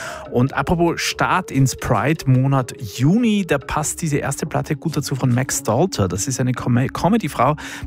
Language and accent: German; Vienna, Austria; zumindest hier in dieser Stadt, wo ich her bin, in Wien nämlich, da war was